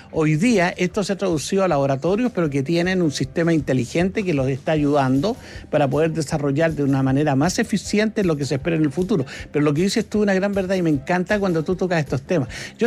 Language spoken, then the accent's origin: Spanish; Argentina